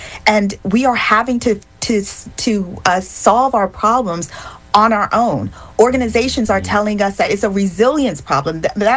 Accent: Nigeria; now in United States; I'm also a Nigerian

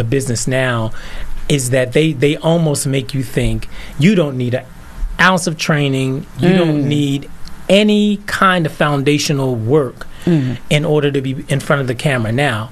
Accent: Philadelphia, Pennsylvania, United States; moved away; also born or lived in Los Angeles; You know, I'm born and raised in Philly.

